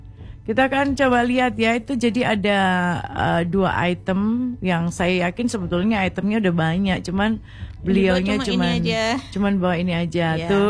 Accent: Java, Indonesia; Kita harus bangga menggunakan perpaduan bahasa Indonesia dan Jawa. Orang memang kita orang Jawa ya.

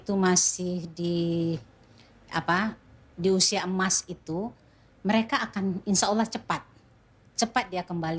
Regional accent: Padang, West Sumatra, Indonesia; now in Pekanbaru, Indonesia; walaupun saya aslinya orang Padang, tapi saya tinggalnya di Pekanbaru. Nah, Pekanbaru itu unik. Kalau secara kewilayahan, dia itu kan masuk Provinsi Riau.

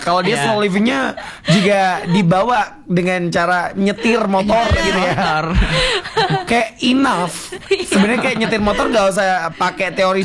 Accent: Jember, East Java, Indonesia; moved away as an adult; also born or lived in Wuluhan / Surabaya; mulai dari dalam kandungan saya lahir di Jember, keluar dari kandungan pun mulai dari kecil hingga TK, SD, SMP, SMA semuanya di Jember. Kuliah S1 pun di Jember.

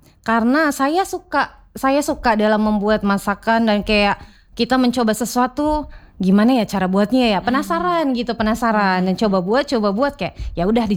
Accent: East Nusa Tenggara, Indonesia; Ya, saya dari Manggarai, makanya yeah … agar gampang diingat aja gitu.

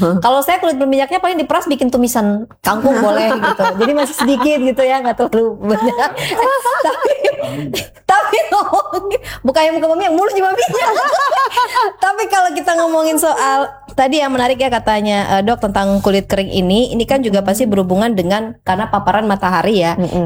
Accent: Kupang, East Nusa Tenggara, Indonesia; apa ini juga mempengaruhi kulit kita orang Kupang?

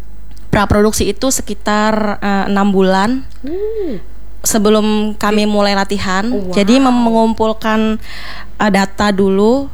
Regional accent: Banjar, South Kalimantan, Indonesia; moved away; saya sebagai seorang pendatang ya, saya dari Banjar

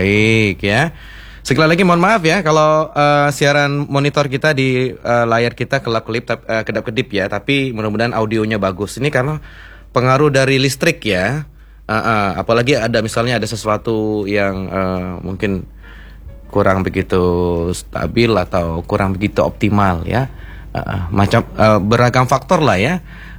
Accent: Pangkal Pinang, Bangka Belitung Islands, Indonesia; moved away; saya sudah lama sekali tidak pulang ke kampung masa-masa kecil saya ya, di Pangkal Pinang, di Kacang Pedang ya khususnya ya.

